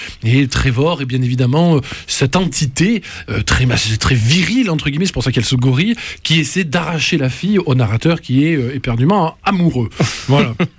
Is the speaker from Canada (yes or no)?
no; Toulouse, Occitanie, France; accent: Toulouse